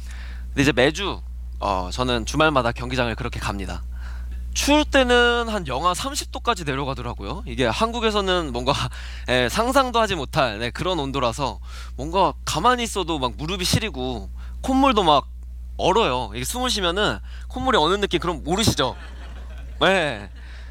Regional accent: Gwangyang, South Jeolla, South Korea; 눈도 잘안 내리는 전라남도 광양이 제 고향이거든요.

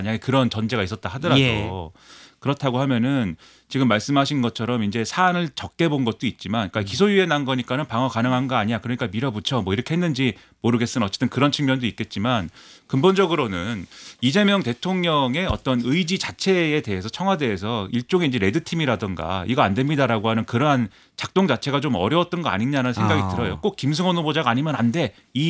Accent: Suwon, Gyeonggi Province, South Korea; 제 수원 출신이니까

